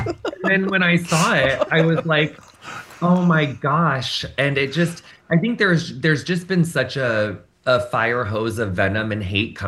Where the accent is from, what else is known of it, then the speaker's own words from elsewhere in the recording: Illinois, United States; I am from Illinois, but I'm from a really rural, small town in Illinois, like very far away from Chicago. So I'm quite comfortable in rural spaces. I was raised in rural spaces and around people that inhabit rural spaces.